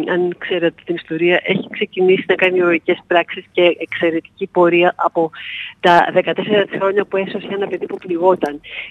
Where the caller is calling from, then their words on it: Lemnos, North Aegean, Greece; Τηλεφωνώ, μάλλον μου τηλεφωνήσατε στη Μαγευτική Λίμνο.